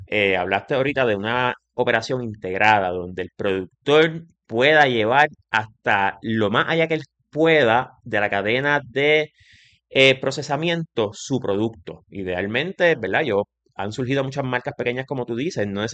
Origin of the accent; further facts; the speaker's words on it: Castañer, Puerto Rico; moved away; Yo soy orgullosamente, no nacido, pero criado en Castañer. Mi familia, de la generación ya de mis abuelos por ambas partes, nacieron y crecieron allí.